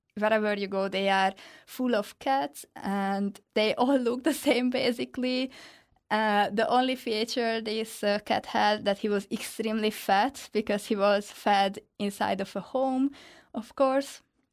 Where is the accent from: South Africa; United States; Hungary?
Hungary; I think as a Hungarian, it's not that hard to pronounce Russian.